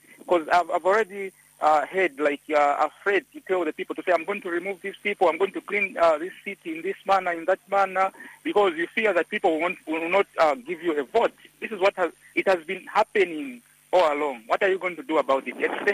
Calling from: Kafue, Lusaka Province, Zambia; I'm calling you from Kafue.

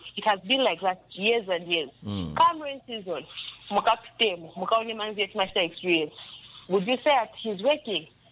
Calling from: Lusaka, Lusaka Province, Zambia; … from Nivala.

